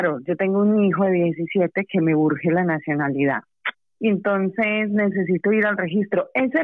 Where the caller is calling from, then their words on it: Toledo, Castilla-La Mancha, Spain; de Toledo.